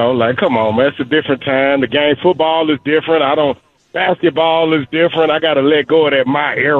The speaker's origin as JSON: {"language": "English", "region": "the South", "country": "United States", "tie": "born or raised there", "said": "I grew up in the South"}